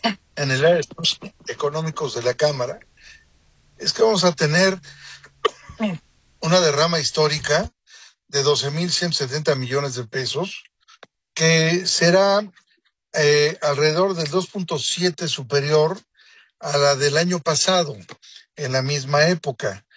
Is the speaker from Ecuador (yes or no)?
no; Mexico; somos muy mexicanos y muy patriotas.